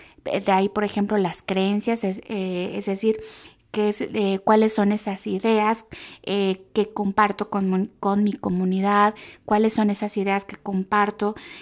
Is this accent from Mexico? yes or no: yes; Mexico; como mexicanos pues también tenemos una gran variedad de gastronomía